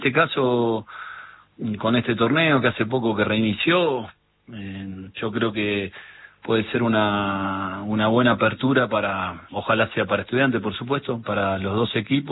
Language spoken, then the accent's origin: Spanish; Junín, Buenos Aires Province, Argentina; yo soy de Junín.